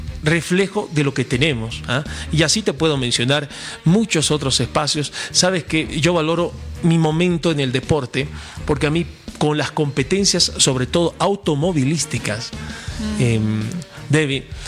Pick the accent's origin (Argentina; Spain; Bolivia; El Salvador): Bolivia; La Paz; Nosotros habitualmente decimos, no decimos somos paseños, decimos somos bolivianos.